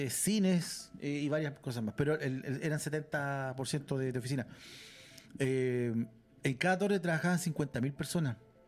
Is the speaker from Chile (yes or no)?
yes; Chile